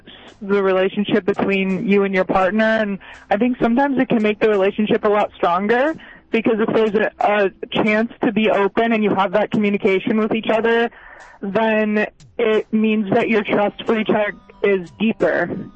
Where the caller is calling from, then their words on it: New York City, New York, United States; I'm calling from Brooklyn.